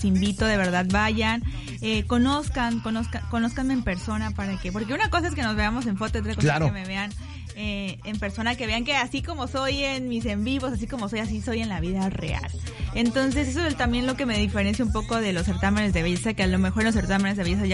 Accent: Veracruz, Mexico; yo de niña, todos los que somos veracruzanos, sabe, el carnaval es nuestra máxima fiesta.

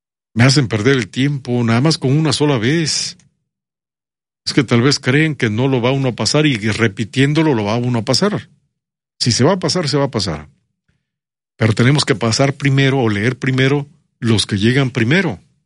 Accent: Mexico City, Mexico; now in Veracruz, Mexico; yo tengo 37 años viviendo aquí en Veracruz. Yo soy del DF.

